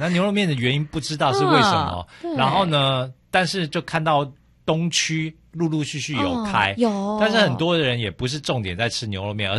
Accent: Taipei, Taiwan; born there; 虽然我小的时候已经我不是在眷村长大、但是我的人是眷村的人， 对对 对 就是我们那个环境不像眷村， 嗯， 但是因为 你相处的人都是、 对都是，然后四四南村也近嘛，

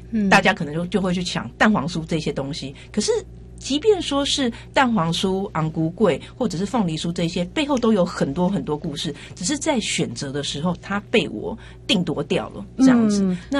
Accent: Taiwan

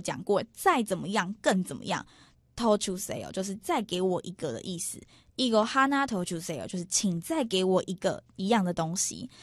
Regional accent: Taiwan; 所以一定要跟他讲清楚说我们是台湾来的。台湾사람이다，就是我们是台湾人，

